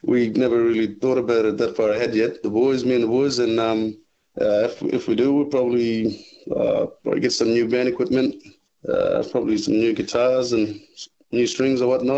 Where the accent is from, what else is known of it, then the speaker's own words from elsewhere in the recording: Fitzroy, Western Australia, Australia; Growing up in Fitzroy, listening to legends such as … they played a big role in my life with music.